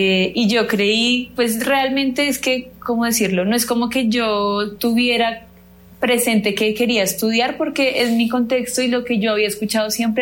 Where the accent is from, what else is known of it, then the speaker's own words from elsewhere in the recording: Bogotá, Colombia; Yo realmente crecí en el Restrepo, pero viví en el Calvo Sur, luego viví en el 7 de agosto y ya como en mi infancia, como desde los por ahí 3 años, ya viví en el Restrepo. Es como mi barrio de crianza.